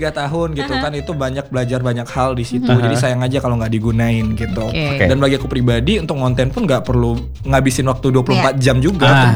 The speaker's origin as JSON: {"language": "Indonesian", "town": "Padang", "region": "West Sumatra", "country": "Indonesia", "tie": "born or raised there", "moved": "yes", "lives_now": "Jakarta, Indonesia", "said": "aku kan aslinya dari Padang gitu. Dari Padang"}